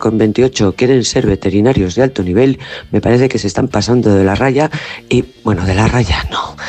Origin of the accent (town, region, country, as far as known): Valladolid, Castile and León, Spain